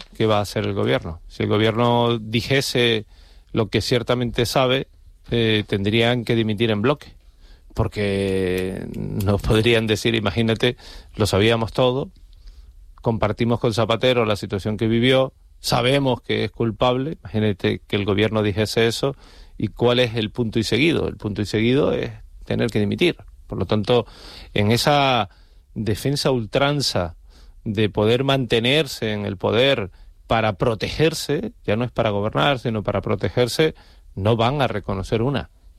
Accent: Canary Islands, Spain

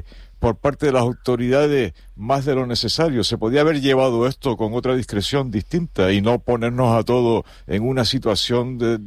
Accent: Spain; los españoles somos

